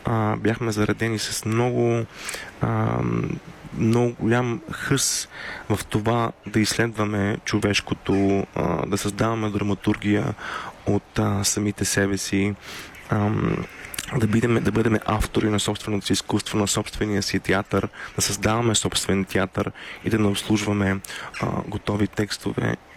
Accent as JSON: {"language": "Bulgarian", "town": "Sofia", "region": "Sofia City", "country": "Bulgaria", "tie": "born or raised there", "said": "Аз съм израснал в България, в София."}